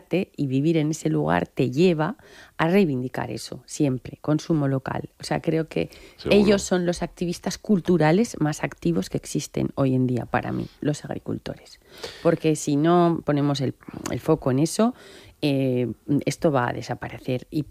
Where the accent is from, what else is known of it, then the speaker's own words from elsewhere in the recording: Caspe, Aragon, Spain; also born or lived in Madrid; now in Torralba de Ribota, Spain; Yo crecí en Caspe, en medio del campo.